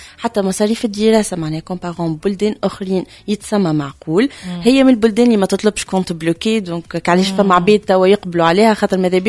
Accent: Tunisia; الجامعات البريفي اللي عندنا في تونس.

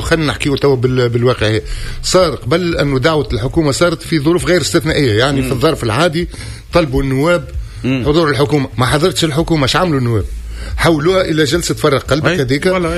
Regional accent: Tunisia; وضع الصيف اللي عديناه كتونسيين

